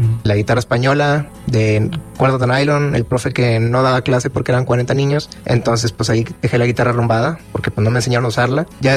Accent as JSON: {"language": "Spanish", "town": "Guadalupe", "region": "Nuevo León", "country": "Mexico", "tie": "born or raised there", "said": "Yo soy de aquí de Monterrey, Nuevo León."}